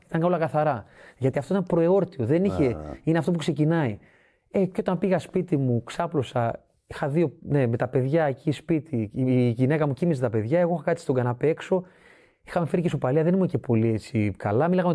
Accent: Greece

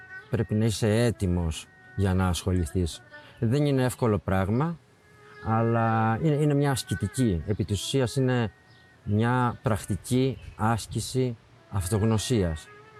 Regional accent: Choudetsi, Crete, Greece; also born or lived in Heraklion; Μου είναι από το Χουδέτσι. Έχω ζήσει αρκετά χρόνια στο Ηράκλειο και τα τελευταία 15 χρόνια ξαναμένω στο Χουδέτσι

